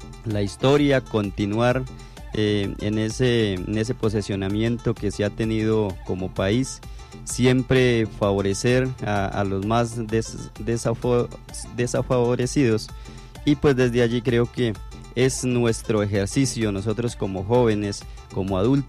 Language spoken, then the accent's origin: Spanish; Colombia; un ejercicio que tenemos nosotros como colombianos